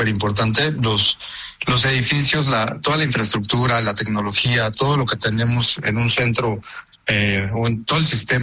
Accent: Mexico

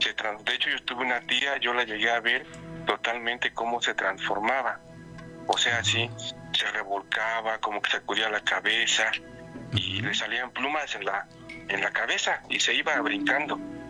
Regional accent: Veracruz, Mexico; Mira, yo soy de un pueblo, desde el estado de Veracruz.

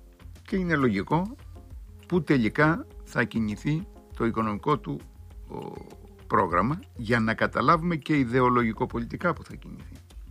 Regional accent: Agios Georgios, Crete, Greece; είναι τα 18 λεγόμενα χωριά του οροπεδίου γύρω-γύρω, είναι το χωριό μου, ο Άγιος Γεώργιος.

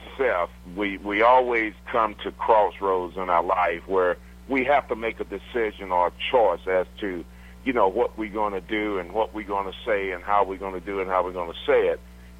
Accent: Griffin, Georgia, United States; Well, growing up in Griffin was a pretty unique kind of situation there.

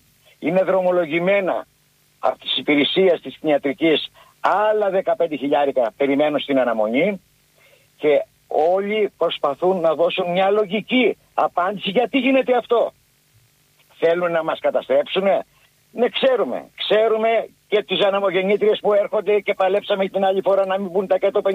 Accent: Skalochori, North Aegean, Greece; Φανταστείτε, κατάγομαι από ένα χωριό που λέγεται Σκαλοχώρι.

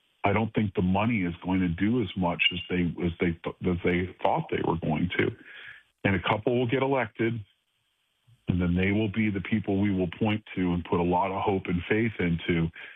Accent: Cleveland, Ohio, United States; I did it because I come from Cleveland, and I'm so proud of my hometown

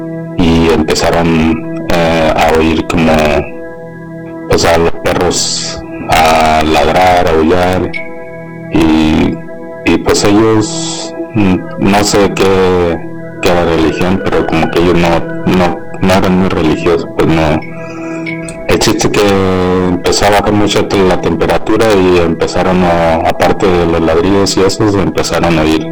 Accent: Tijuana, Baja California, Mexico; now in Oregon, United States; Hola. Llamo de aquí de Oregón, pero soy originario de Tijuana.

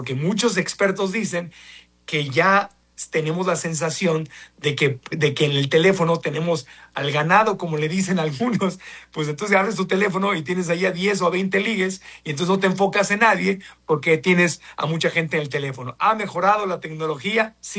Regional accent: Mexico; nosotros hemos querido simplemente como mexicanos ayudar y apoyar

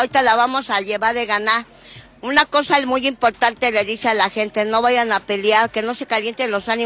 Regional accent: Pachuca, Hidalgo, Mexico; Yo soy de Pachuca y vengo del mero donde nació el fútbol

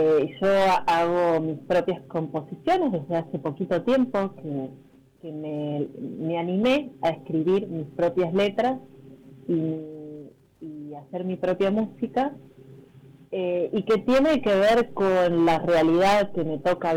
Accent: Villa El Chocón, Neuquén, Argentina; born there; now in Patagonia, Argentina; yo nací en Chocón.

